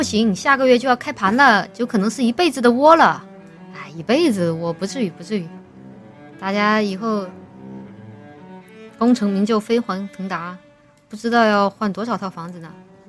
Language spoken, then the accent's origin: Chinese; China; 而我们中国人里面长得比较科技的，我说一个关键词，高领毛衣，一看就是科技人，科技界人士。